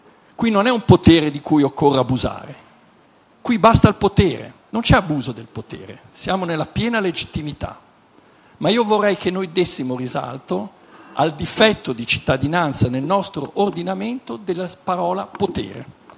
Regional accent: Genoa, Liguria, Italy; come diciamo a Genova

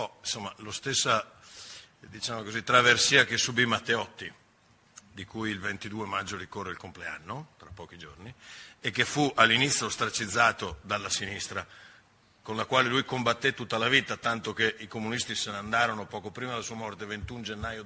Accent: Calalzo di Cadore, Veneto, Italy; cioè a 10 chilometri da casa mia, io sono di Calalzio di Cadore, quindi sono particolarmente legato a Wojtyła.

